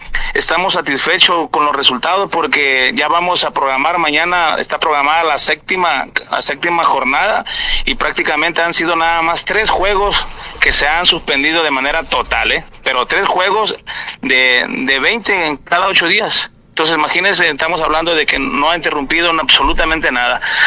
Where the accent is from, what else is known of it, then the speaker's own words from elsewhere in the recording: Nayarit, Mexico; somos nayaritas, somos coras, pero ante todo somos mexicanos